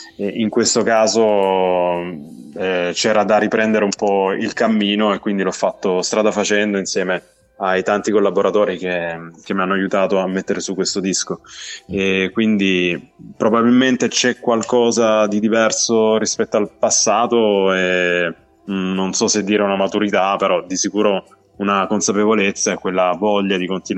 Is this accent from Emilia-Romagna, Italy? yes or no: no; Apulia, Italy; Sì, vediamo quest'estate magari di riuscire a fare anche qualche live dalle mie parti, dalla provincia di Taranto.